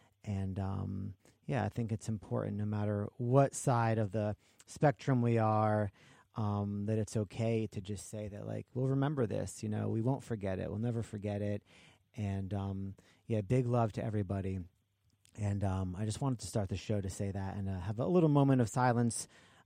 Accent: New York, United States; being a New Yorker

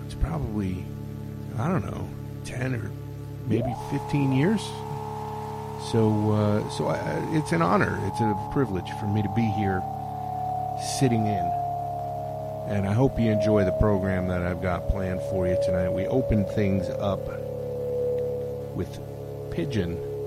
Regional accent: Kingston, New York, United States; my hometown of Kingston.

